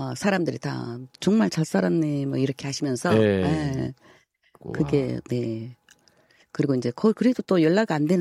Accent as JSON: {"language": "Korean", "town": "Mokpo", "region": "South Jeolla", "country": "South Korea", "said": "저 목포서 왔는데요."}